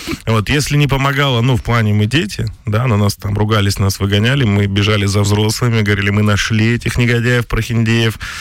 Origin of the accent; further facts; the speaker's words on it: Bishkek, Kyrgyzstan; moved away; я родом из Бишкека.